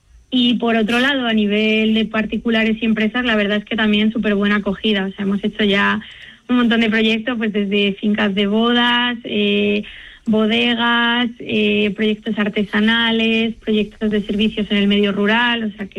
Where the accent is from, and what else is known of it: Castile and León, Spain